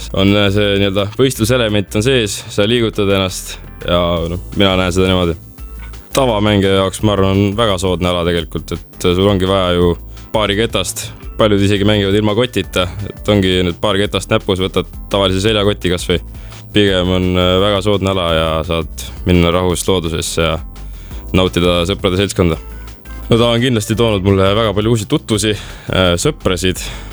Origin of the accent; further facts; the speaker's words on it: Tallinn, Harju County, Estonia; Aga Tallinnast, kust ma siis nii-öelda aga pärit olen, seal oleks hädasti vaja järvele kõrvale veel ühte korralikku rada.